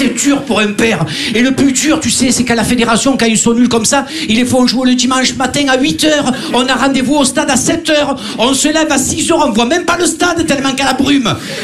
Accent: Marseille, Provence-Alpes-Côte d'Azur, France; Bon, alors moi, je viens de Marseille, mais vous inquiétez pas, je ne ferai pas de clichés. Je l'ai subi au quotidien à chaque fois que je suis à Paris.

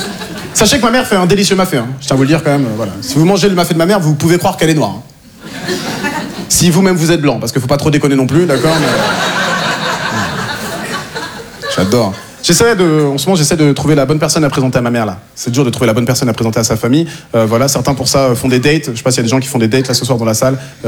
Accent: Normandy, France; born there; Tu me demandes, tu viens d'où? Je te réponds honnêtement. Moi, je suis né en Normandie.

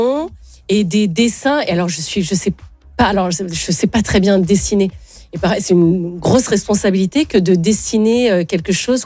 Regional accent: Brittany, France; Ah, je suis pas bretonne pour rien.

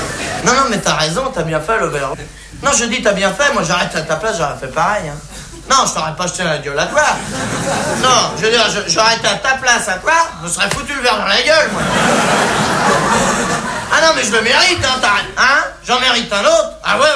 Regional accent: France; Les français, c'est des cons, ouais, ben, je suis bien blasé, hein, je suis français.

